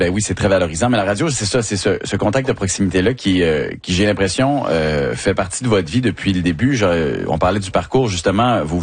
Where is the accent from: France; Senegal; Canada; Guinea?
Canada; Quebec; Ben oui, parce que on est des vrais. Quand on vient du Saguenay-Lac-Saint-Jean, ben oui, c'est vrai, Nathalie